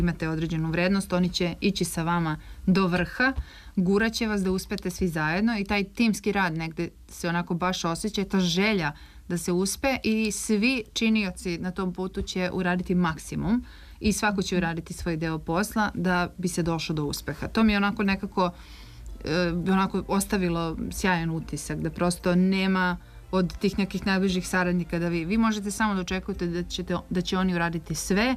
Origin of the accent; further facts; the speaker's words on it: Serbia; kad sam rekla … ja sam iz Srbije i tako